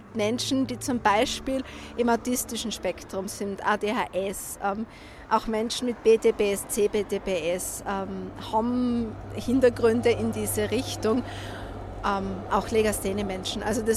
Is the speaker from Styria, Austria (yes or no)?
yes; Styria, Austria; ich komme aus der Obersteiermark